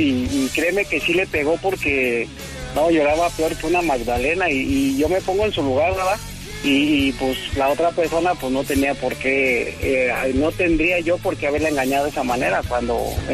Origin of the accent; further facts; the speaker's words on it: State of Mexico, Mexico; now in San Luis Potosí, Mexico; Somos del Estado de México, pero ya estamos en San Luis Potosí.